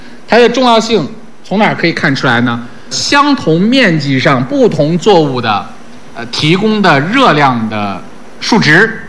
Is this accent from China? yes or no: yes; China